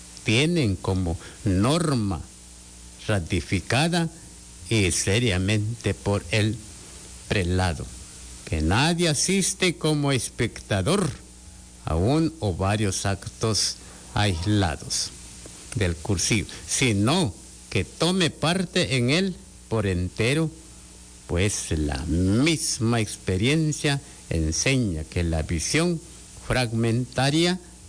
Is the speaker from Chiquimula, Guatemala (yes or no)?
yes; Jocotán, Chiquimula, Guatemala; Yo soy de Jocotán.